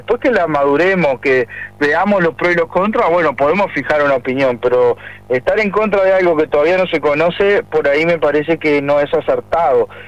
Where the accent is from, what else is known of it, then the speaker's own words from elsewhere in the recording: Colonia, Uruguay; Yo soy coloniense y vivo en Colonia.